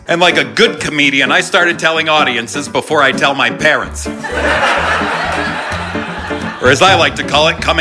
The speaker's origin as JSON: {"language": "English", "region": "New England", "country": "United States", "tie": "born or raised there", "said": "I grew up in New England and I loved to draw."}